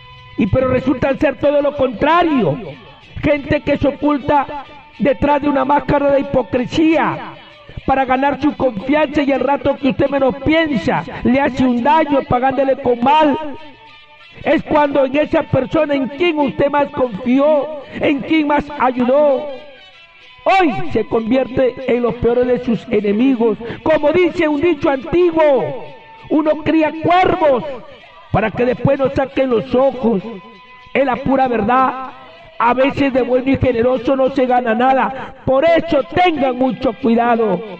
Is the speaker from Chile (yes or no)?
no; Huancabamba, Piura, Peru; now in Olmos, Peru; En mi pueblo, en Huancabamba